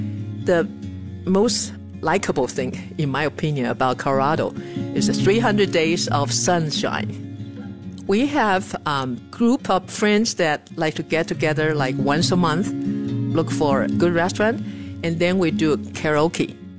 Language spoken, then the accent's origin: English; Taiwan; I was born and raised in Taiwan. I am 71 years old